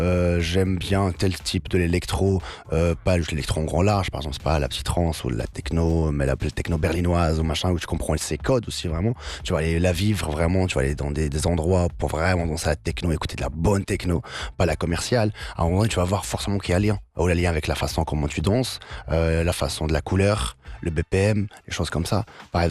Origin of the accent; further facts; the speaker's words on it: Tangier, Tanger-Tetouan-Al Hoceima, Morocco; donc moi j'habitais déjà à Tanger, donc d'une famille casablancaise, mais j'ai grandi à Tanger parce que mon papa il s'est installé là